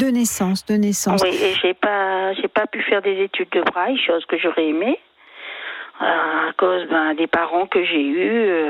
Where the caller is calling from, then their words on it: Le Tampon, Réunion; Je suis au tampon.